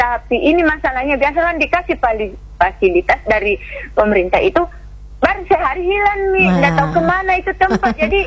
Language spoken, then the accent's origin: Indonesian; Makassar, South Sulawesi, Indonesia; Kalau saya sih dari Kota Makassar ya, sampai ke sini.